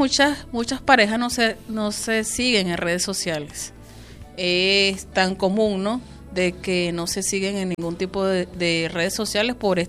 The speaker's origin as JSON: {"language": "Spanish", "country": "Venezuela", "said": "por lo menos nosotros que somos venezolanos"}